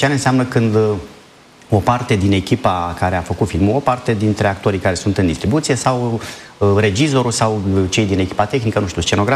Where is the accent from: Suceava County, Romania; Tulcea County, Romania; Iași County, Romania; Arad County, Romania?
Tulcea County, Romania; Luminița; Vor veni toți cei din comună și toate satele arondate, Luminița, de unde sunt eu de fapt, și celelalte sunt vreo 6-7 sate.